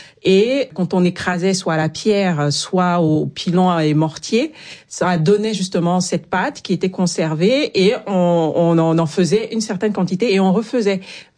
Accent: Gabon; Moi j'ai grandi au Gabon, et c'est vrai que même dans la transformation de la pâte d'arachide, chaque famille a sa façon de torréfier

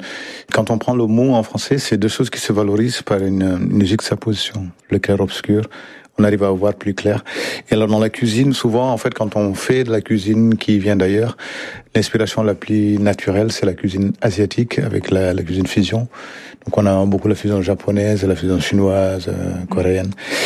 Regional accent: Mauritania; moved away as an adult; now in France; Alors, j'ai grandi en Mauritanie, au bord du fleuve Sénégal, dans un tout petit village qui s'appelle Wotchi.

